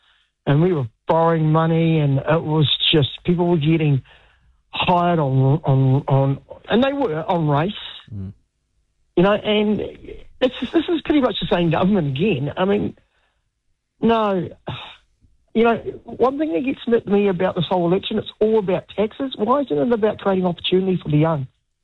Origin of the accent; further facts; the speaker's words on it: Wellington, New Zealand; Because that Wellington Water, you know, again, I'm from Wellington.